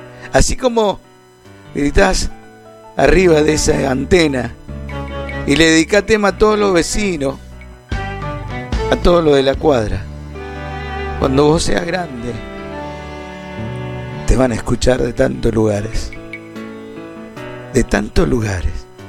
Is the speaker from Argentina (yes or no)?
yes; Carcarañá, Santa Fe, Argentina; De mi barrio, de donde vengo, de mi pueblo, que es Carcarañá.